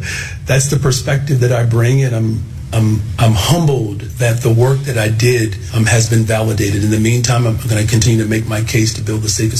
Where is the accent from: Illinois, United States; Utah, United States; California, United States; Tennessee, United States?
Illinois, United States; Chicago; as a Chicagoan, especially as a Black Chicagoan